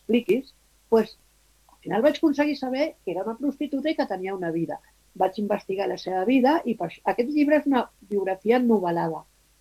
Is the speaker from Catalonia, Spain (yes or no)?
yes; Barcelona, Catalonia, Spain; Jo sóc del Poble Nou, tota la meva família és del Poble Nou.